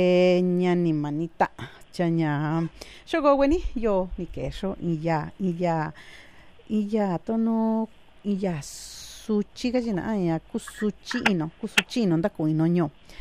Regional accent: San Juan Mixtepec, Oaxaca, Mexico; somos de San Juan Mixtepec, pero en nuestra lengua nos llamamos Ñosnubico. Y bueno, para los abuelos que también nos decían Yosonubico

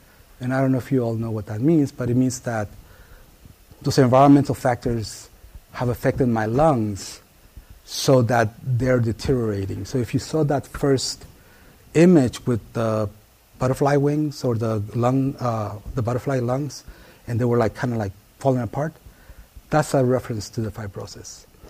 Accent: Oakland, California, United States; English is a second language; I grew up in East Oakland, 82nd Avenue, which is located right in the heart of East Oakland, Chernobyl, right there, right? And so my dad worked in that area, and I went to school in that area.

